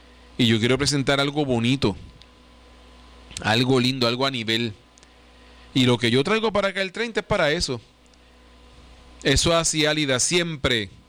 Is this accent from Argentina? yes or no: no; Puerto Rico